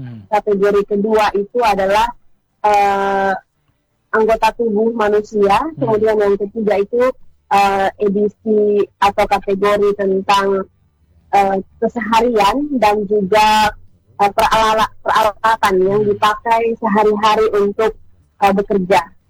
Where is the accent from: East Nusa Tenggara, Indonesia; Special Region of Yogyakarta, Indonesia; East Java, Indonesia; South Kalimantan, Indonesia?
East Nusa Tenggara, Indonesia; Kodi; karena saya ini bukan asli orang Kodi, saya campuran orang Kodi di sini, orang Kodi Kefa.